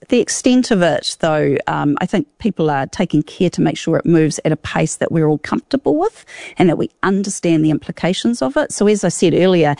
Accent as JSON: {"language": "English", "country": "New Zealand", "tie": "born there", "said": "the human connection that we grew up with in New Zealand many years ago"}